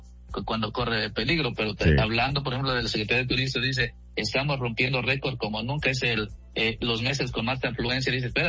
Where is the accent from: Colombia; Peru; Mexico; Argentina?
Mexico; now in Spain